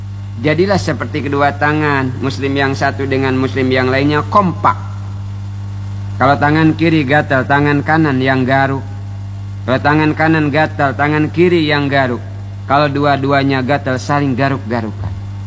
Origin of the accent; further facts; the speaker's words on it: Bangka Belitung Islands, Indonesia; Kata kita orang Bangka